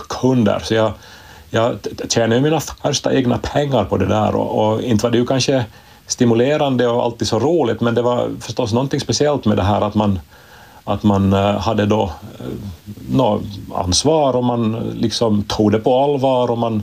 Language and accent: Swedish; Ostrobothnia, Finland; Jag är från Österbotten och det här... Jag hade aldrig någon samma stuga i vår släkt.